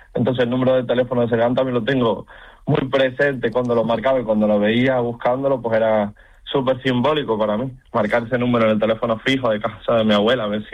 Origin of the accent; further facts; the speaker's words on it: Canary Islands, Spain; me considero un canario completo, o sea, miro por y para Canarias en todo lo